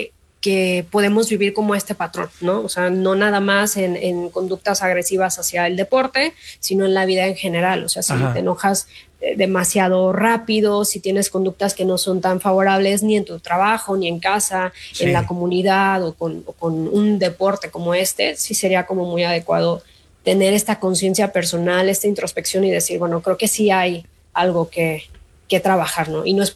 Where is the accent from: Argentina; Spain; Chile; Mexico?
Mexico; De la sociedad en la que vivimos, de la comunidad como mexicanos, que cuando hay algo de este tipo, pues sí podemos llegar como a unirnos